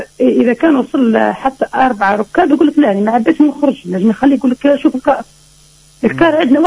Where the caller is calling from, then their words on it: Medenine, Tunisia; اني مواطنه في الوقت الحادث فيه موجوده في زيدة اما في وقت انا نقول وقت القرايه معناها متسكنه المدنيه